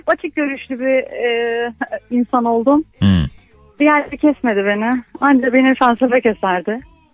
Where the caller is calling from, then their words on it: Istanbul, Turkey; Beylikdüzü'nden arıyorum.